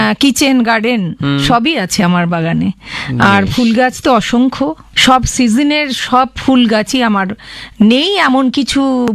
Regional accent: Serampore, West Bengal, India; also born or lived in Behala, Kolkata; জন্ম সূত্রেই আমি শ্রীরামপুরে।

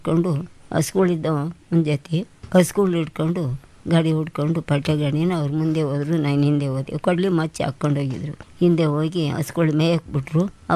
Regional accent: Gubbi, Karnataka, India; ಗುಬ್ಬಿ ಹೊಸಳ್ಳಿ ತಾಲೂಕಿನಲ್ಲಿ ನಾವು ಹುಟ್ಟಿ ಬೆಳೆದಿದ್ದು.

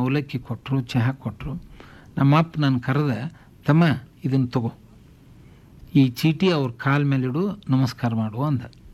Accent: Banahatti, Karnataka, India; ನಮ್ಮೂರು ಬನಟ್ಟಿ ಸಣ್ಣದು

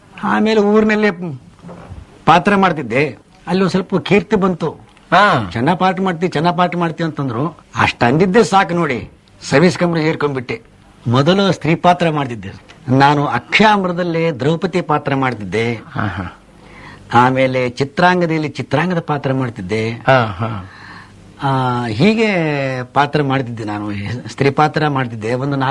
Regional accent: Hanumasagar, Karnataka, India; born there; ನಂದು ಹುಟ್ಟಿದ ಸ್ಥಳ ರಾಯಚೂರು ಡಿಸ್ಟಿಕ್ಟು ಕುಷ್ಟಗಿ ತಾಲೂಕು ಹನುಮಸಾಗರ ಅಂತ.

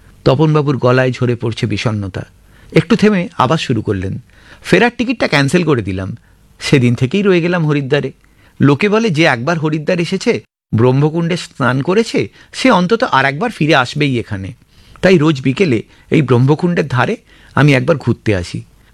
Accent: Howrah, West Bengal, India; আগেই বলেছি আমি হাওড়ার ছেলে, ছোট থেকে শিববুর মন্দিরতলা অঞ্চলে বড় হওয়া। ওখানেই দীনবন্ধু কলেজ থেকে সায়েন্স নিয়ে গ্র্যাজুয়েট হয়েছিলাম।

